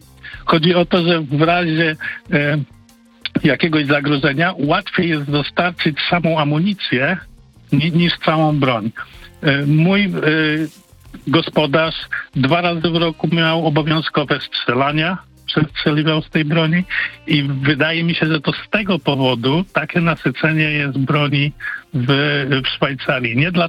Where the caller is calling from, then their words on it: United Kingdom; Ja mieszkam w Wielkiej Brytanii.